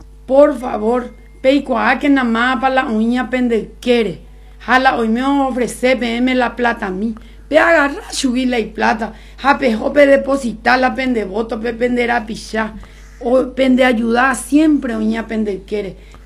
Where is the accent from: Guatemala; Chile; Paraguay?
Paraguay; Coronel Oviedo, Caaguazú; A mí Coronel Oviedo me conoce. Cómo yo crecí.